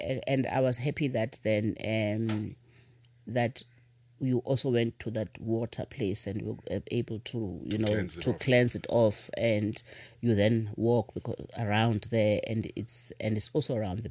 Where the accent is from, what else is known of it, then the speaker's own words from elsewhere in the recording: South Africa; which as a South African, And being in Kruger National Park, how they treated the lions, for me, it just didn't sit well.